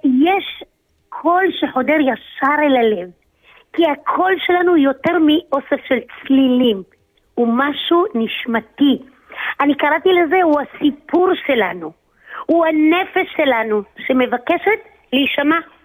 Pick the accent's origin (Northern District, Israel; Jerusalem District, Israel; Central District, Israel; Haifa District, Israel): Jerusalem District, Israel; Tzelafon; moved away; צלפון זה המושב שבו גדלתי